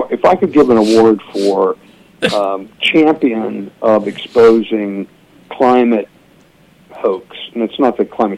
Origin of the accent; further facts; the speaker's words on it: Florida, United States; I'm from Florida.